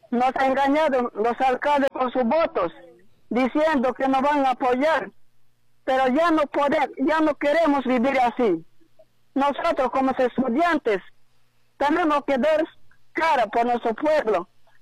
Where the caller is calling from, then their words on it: Ucayali, Peru; Yo soy de comunidad nativa Puerto Nuevo.